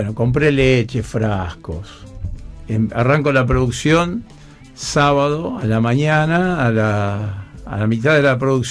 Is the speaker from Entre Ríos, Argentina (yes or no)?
no; Luján, Buenos Aires Province, Argentina; born there; somos todos de Santa Fe. Yo nací en Luján